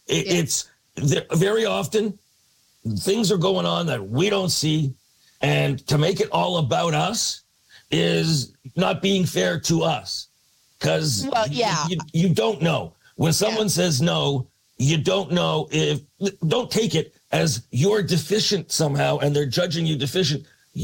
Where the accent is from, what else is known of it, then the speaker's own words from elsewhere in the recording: Canada; You know, I'm Canadian.